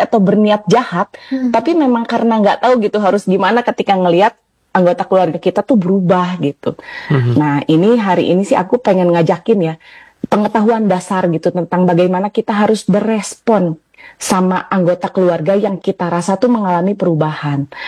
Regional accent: Bandung, West Java, Indonesia; Iya, aku dari Bandung.

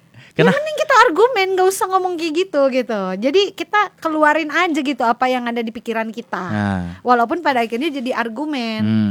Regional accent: Sulawesi, Indonesia; aku dari daerah Manado, Makassar.

